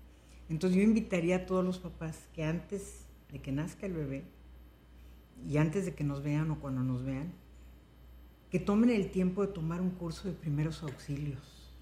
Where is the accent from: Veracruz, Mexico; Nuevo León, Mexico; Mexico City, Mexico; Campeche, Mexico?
Mexico City, Mexico; moved away as an adult; now in United States; Nací, crecí y me eduqué en la Ciudad de México.